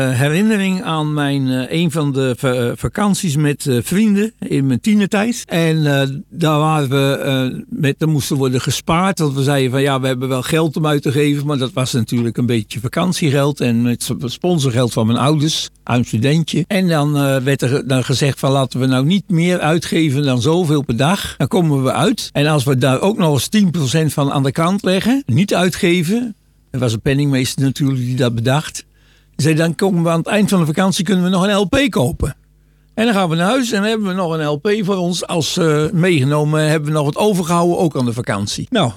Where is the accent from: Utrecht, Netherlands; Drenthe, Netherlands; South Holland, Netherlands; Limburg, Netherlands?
Utrecht, Netherlands; Spakenburg; Ik kom uit de Spakenburgerhoek.